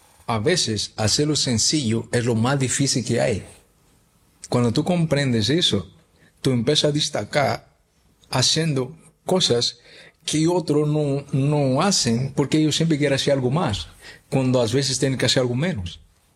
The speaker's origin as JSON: {"language": "Spanish", "town": "Seville", "region": "Andalusia", "country": "Spain", "also_born_or_lived": "Barcelona", "moved": "yes", "said": "Yo pensaba cuando yo vine de Sevilla que yo iba a hacer más cosas en Barcelona y yo hacía menos cosas en Barcelona."}